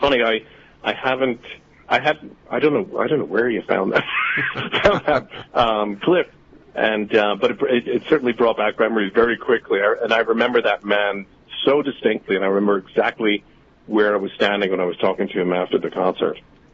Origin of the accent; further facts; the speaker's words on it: Dublin, Leinster, Ireland; born there; also born or lived in New York City, United States; I was born in Dublin. As a child, we were in Inwood for a few years and then went back to Dublin.